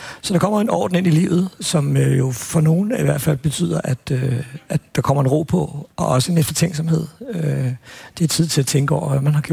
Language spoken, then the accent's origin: Danish; Albertslund, Capital Region of Denmark, Denmark; jeg er jo vokset op, jeg er sådan lidt arveligt belastet, fordi at jeg voksede op i Appelslund, hvor vi havde to fængsler.